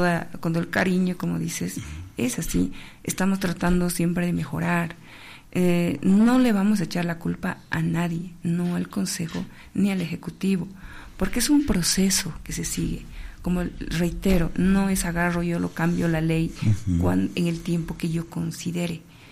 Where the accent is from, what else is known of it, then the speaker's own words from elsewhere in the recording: Potosí, Bolivia; todos somos potosinos